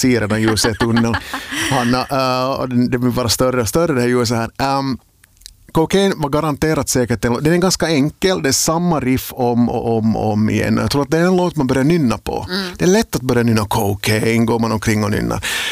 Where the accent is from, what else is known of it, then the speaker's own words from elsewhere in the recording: Finland; Och det är alltså det här är inte bara något som vi finländare lider av förstås